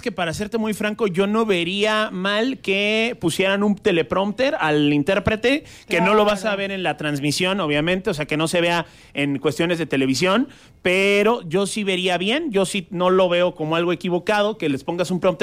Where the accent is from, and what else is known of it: Mexico